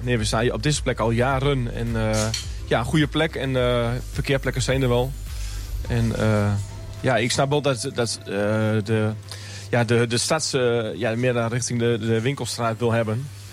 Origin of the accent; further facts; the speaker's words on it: Bentelo, Overijssel, Netherlands; Ik kom uit Bentelo.